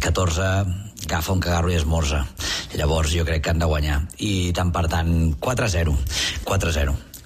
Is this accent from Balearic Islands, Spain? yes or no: no; Catalonia, Spain; com a català que sóc